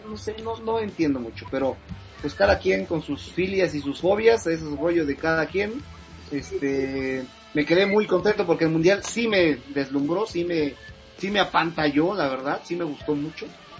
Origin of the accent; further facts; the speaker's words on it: Mexico; por supuesto que la mayoría de los mexicanos nos da lo mismo Argentina